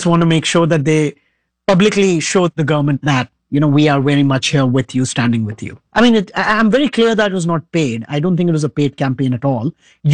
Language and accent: English; India; now in Dubai, United Arab Emirates; I come from India